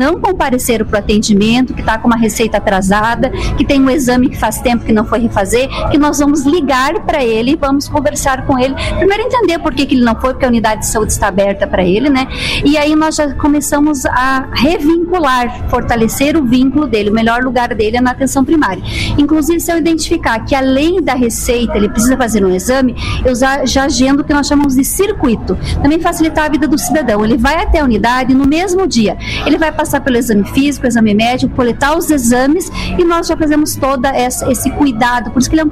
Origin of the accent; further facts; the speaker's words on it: Campos Sales, Ceará, Brazil; Eu sou de Campos Sales, Ceará.